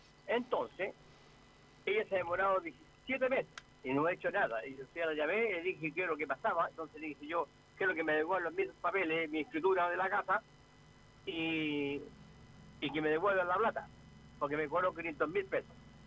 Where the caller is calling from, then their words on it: Placilla, Valparaíso, Chile; Hola, soy de acá, de Placilla.